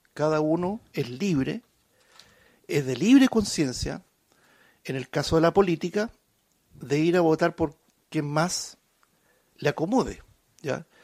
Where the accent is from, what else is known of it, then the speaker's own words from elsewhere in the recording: Chile; born there; somos chilenos, nacimos aquí